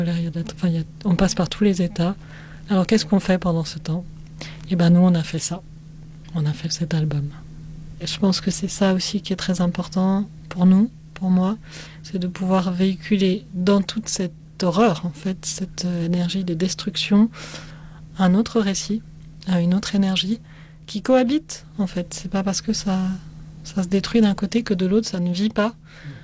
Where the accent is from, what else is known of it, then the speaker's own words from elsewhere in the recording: Lebanon; par rapport à ce qui se passe dans la région chez moi au Liban et autour pendant ce temps